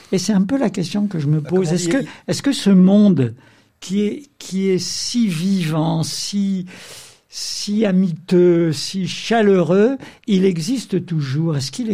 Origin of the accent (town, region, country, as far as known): Saint-Étienne, Auvergne-Rhône-Alpes, France; accent: Stéphanois